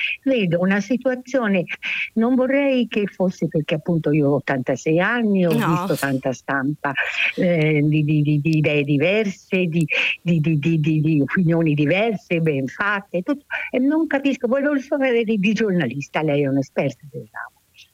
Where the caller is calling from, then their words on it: Florence, Tuscany, Italy; sono di Firenze